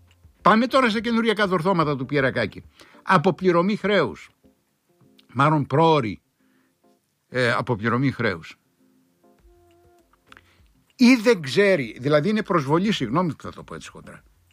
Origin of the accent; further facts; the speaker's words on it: Crete, Greece; θυμάμαι στο χωριό μου, μια δασκάλα, η οποία της έφερνε το λεωφορείο 2,5-3 ώρα που περνούσε, που ερχόταν από το Ηράκλειο, από τη χώρα που λέγαμε, την εφημερίδα.